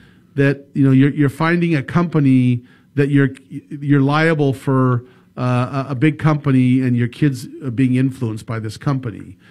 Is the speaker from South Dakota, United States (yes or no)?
no; Sacramento, California, United States; I will never forget when I grew up in Sacramento back when it was, you know, there was newer houses in the early 60s.